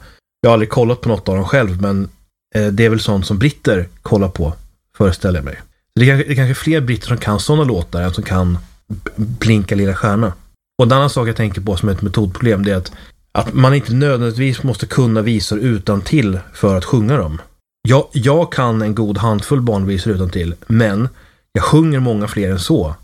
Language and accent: Swedish; Sweden; Det är inte helt lätt att relatera till som svensk då